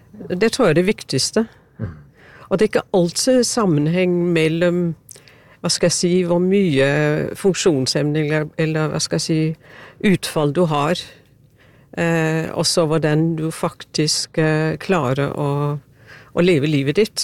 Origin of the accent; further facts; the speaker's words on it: Denmark; Norwegian is a second language; now in Norway; Jeg er opprinnelig fra Danmark. Og prøver å snakke norsk, men jeg vet jeg høres ut som en tysker.